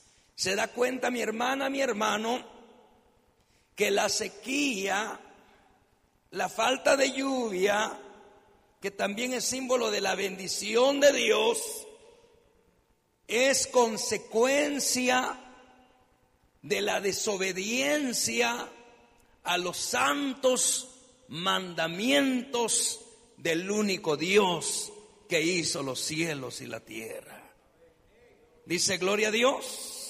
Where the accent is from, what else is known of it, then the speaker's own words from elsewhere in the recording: San Pedro, Guatemala; moved away; Allá en mi pueblo había muchos ríos. Había un río que nosotros le llamábamos el Regadío, porque era un río bien bonito, con agua limpia, bastantes árboles